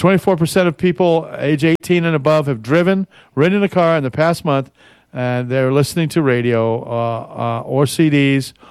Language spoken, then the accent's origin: English; Oelwein, Iowa, United States; And a big salute to my hometown radio station in Olwine, Iowa, KOEL.